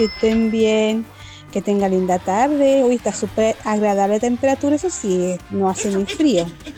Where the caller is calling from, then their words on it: Chile; de Santa Julia.